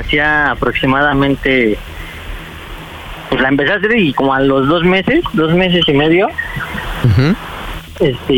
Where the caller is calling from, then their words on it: Nezahualcóyotl, State of Mexico, Mexico; tengo 35 años y soy de la Nueva Chacualco.